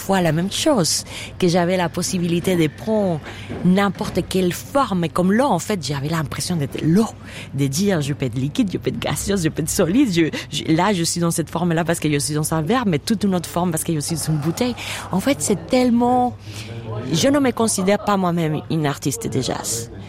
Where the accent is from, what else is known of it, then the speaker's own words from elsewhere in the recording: Cuba; moved away; ma tradition à moi cubaine